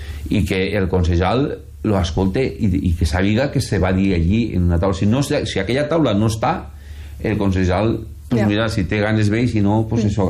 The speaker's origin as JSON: {"language": "Catalan", "town": "Benicarló", "region": "Valencian Community", "country": "Spain", "said": "ara parlaré de Benicarló, no? Que és el meu poble, té 48 quilòmetres quadrats"}